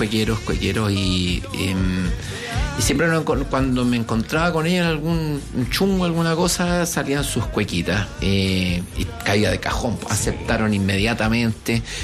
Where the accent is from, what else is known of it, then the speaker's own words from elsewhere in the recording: Chile; lo que somos como chilenos